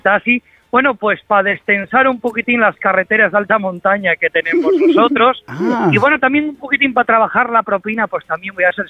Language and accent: Spanish; Pola de Lena, Asturias, Spain; el taxista coplero de Pola de Lena de Asturias, la Puerta de Asturias y el mi pueblo natal.